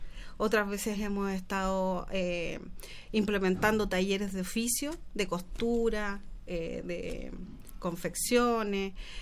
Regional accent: Talcahuano, Biobío, Chile; yo soy oriunda de Talcahuano. Fui criada en el Evangelio. Desde pequeña mi madre me llevó a la iglesia con raíces profundas de fe.

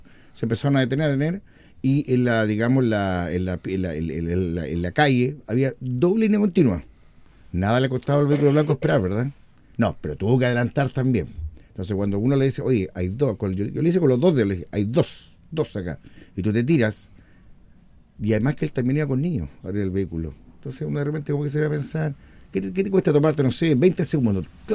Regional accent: Chile

